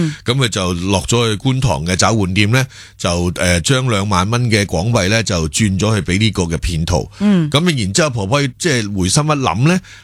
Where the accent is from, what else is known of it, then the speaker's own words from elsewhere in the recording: Hong Kong; 我们香港人就很醒目的，很精灵的，也很精明的